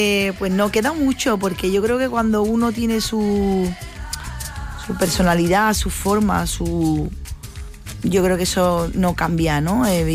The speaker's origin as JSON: {"language": "Spanish", "town": "San Fernando", "region": "Andalusia", "country": "Spain", "tie": "born or raised there", "said": "Tuve la suerte de nacer en San Fernando. La verdad que mi tierra es maravillosa y ha dado cosas muy bonitas"}